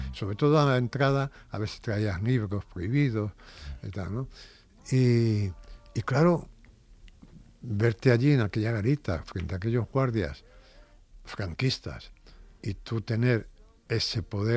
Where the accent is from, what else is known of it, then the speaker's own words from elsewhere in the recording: Spain; la primera vez que yo salí de España, yo llegué a la frontera a pie